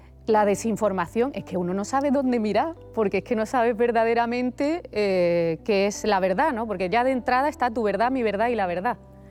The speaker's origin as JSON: {"language": "Spanish", "town": "Málaga", "region": "Andalusia", "country": "Spain", "said": "Yo, como andaluza"}